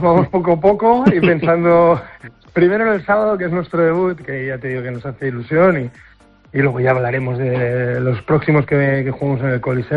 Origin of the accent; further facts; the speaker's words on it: Badalona, Catalonia, Spain; Soy de Badalona, pero también soy del Barça de fútbol